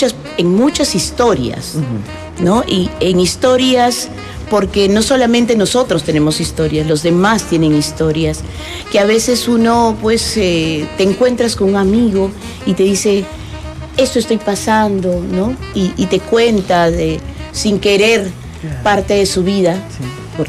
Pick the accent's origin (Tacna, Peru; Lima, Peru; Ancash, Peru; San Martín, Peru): Lima, Peru